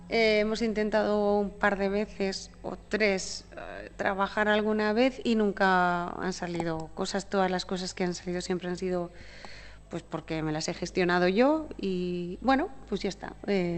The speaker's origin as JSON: {"language": "Spanish", "town": "Monzón", "region": "Aragon", "country": "Spain", "tie": "born or raised there", "said": "En Monzón siempre me he sentido muy, muy, muy valorada, muy querida. Siempre desde niña he sentido que me han arropado y me han acompañado. He sido pregonera en Monzón. Fui montisonense del año con 9 años"}